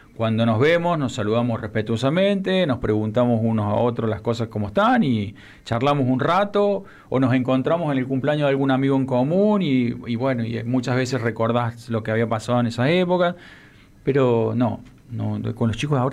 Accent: Argentina; porque somos argentinos.

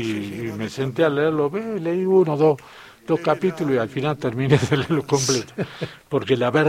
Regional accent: Argentina; nos demuestra cómo somos los argentinos.

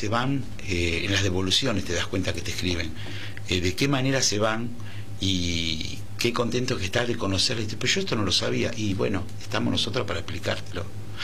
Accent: Argentina; somos los argentinos que tenemos que salir a reclamar lo que corresponde.

